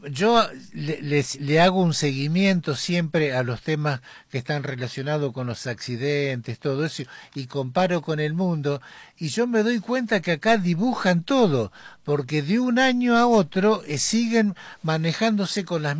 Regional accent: Laprida, Buenos Aires Province, Argentina; born there; moved away; cuando suelo ir a mi pueblo, a La Prida, en la provincia de Buenos Aires

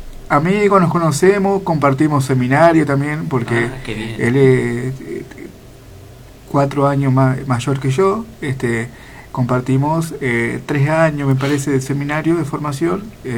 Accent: Argentina; yo soy oriundo de la ciudad de Vaso del Vaso, acá cerquita, 60 kilómetros. Ahí me crié, me malcrié también. Hice toda mi infancia, la escuela primaria, secundaria, la catequesis en la parroquia San José Obrero

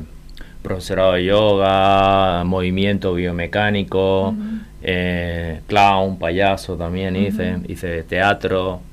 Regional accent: Posadas, Misiones, Argentina; born there; moved away as an adult; also born or lived in Barcelona, Spain; soy español, nacido en español, pero en España, Barcelona. Pero de pequeño mis padres hicieron una aventura y yo con 8 años viví 11 años aquí en Posada.

